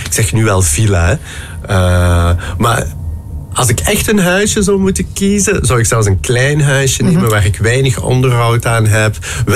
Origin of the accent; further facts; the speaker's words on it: Belgium; born there; Ik ben echt Belg.